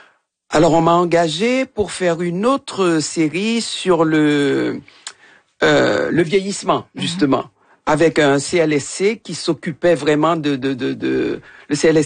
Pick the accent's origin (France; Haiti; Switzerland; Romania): Haiti; moved away; Ça fait longtemps que j'ai quitté Haïti.